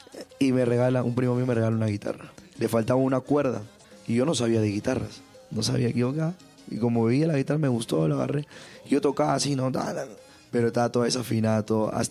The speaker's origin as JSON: {"language": "Spanish", "region": "Callao", "country": "Peru", "tie": "born or raised there", "said": "Yo soy del Callao, Santa Marina Sur, de Santa Marina Sur. Callao, Chalaco de corazón, el barrio que me vio crecer, que me vio nacer, que me vio hacer mis travesuras, que vio mis inicios, mis primeros pininos, todo ahí."}